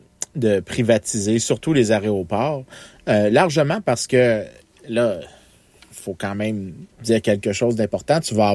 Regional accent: Quebec, Canada; moi, j'ai grandi sur la rue sud de Montréal.

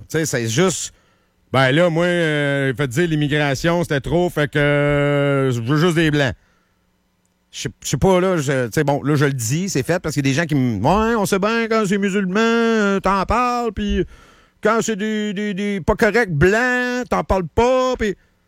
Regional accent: Quebec, Canada; mais en même temps, je viens d'une région du Québec.

